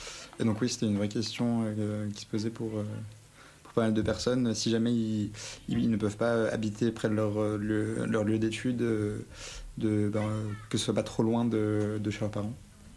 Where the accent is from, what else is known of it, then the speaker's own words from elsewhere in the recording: Hauts-de-France, France; je viens de Picardie.